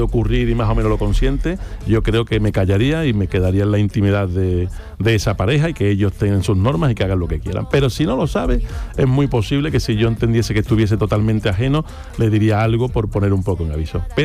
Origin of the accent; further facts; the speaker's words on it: Utrera, Andalusia, Spain; Yo soy de Utrera, que la gente de Utrera no tengo barco.